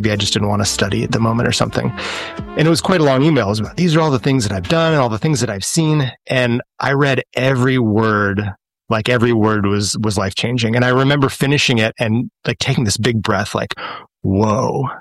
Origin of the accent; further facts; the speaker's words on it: Spokane, Washington, United States; I grew up in Eastern Washington, Spokane. I feel like Spokane was kind of quiet when I grew up.